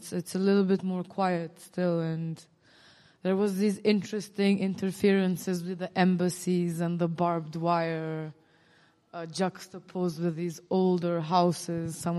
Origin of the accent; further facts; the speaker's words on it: Pristina, Kosovo; I grew up in Pristina, so I experienced the sound walk differently